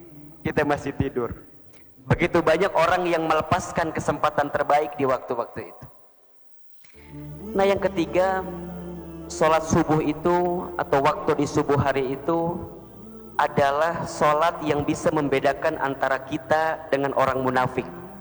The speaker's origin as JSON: {"language": "Indonesian", "town": "Garut", "region": "West Java", "country": "Indonesia", "tie": "born or raised there", "moved": "yes", "said": "Saya waktu di Garut itu, saya aslinya orang Garut"}